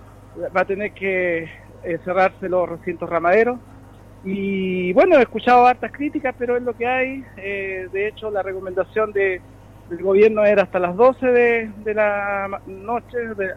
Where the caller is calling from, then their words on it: Chile; eso es lo que nos une como chilenos a todos nosotros.